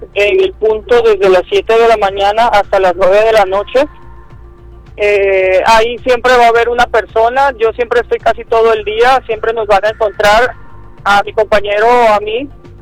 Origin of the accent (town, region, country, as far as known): Colombia; now in Mexico